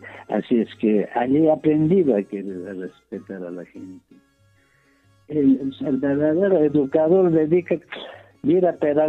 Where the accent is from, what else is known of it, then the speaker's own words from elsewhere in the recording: Acomayo, Cusco, Peru; en mi tierra, Pomayo.